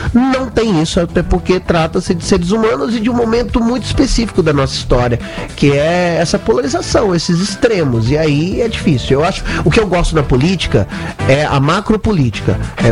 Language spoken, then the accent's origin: Portuguese; Minas Gerais, Brazil; now in China; Eu venho de Minas Gerais, então eu como. Mas ultimamente agora eu tô com enchendo pandu de biscoito da sorte, porque eu tô na China